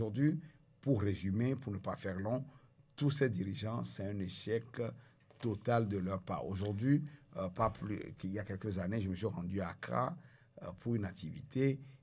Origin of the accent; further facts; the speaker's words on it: Togo; je connais la langue, mais bon, ils ne savent pas que je suis Togolais